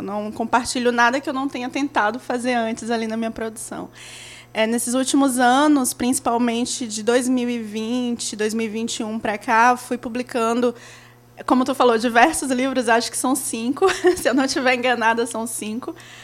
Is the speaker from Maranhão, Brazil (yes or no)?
yes; Maranhão, Brazil; eu só escrevo como eu escrevo porque eu sou do Maranhão.